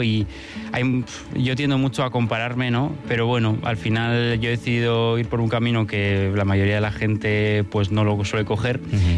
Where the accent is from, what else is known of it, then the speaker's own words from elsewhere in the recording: Bilbao, Basque Country, Spain; born there; Yo nací en Bilbao, sí, sí, sí, sí.